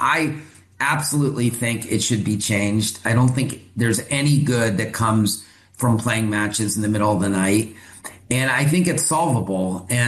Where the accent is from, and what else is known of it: Maryland, United States; born or raised there